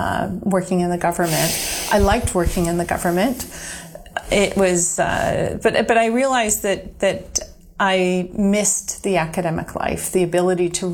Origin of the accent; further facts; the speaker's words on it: Kamloops, British Columbia, Canada; moved away as an adult; also born or lived in Kingston / Belgium / Vancouver / Ottawa; now in Toronto, Canada; So I grew up in British Columbia in Kamloops and was the daughter of a gold miner, prospector.